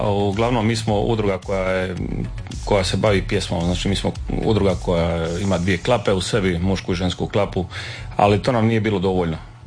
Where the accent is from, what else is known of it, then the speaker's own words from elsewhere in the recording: Hrvace, Split-Dalmatia County, Croatia; što se kaže u mom tamo cetinskom kraju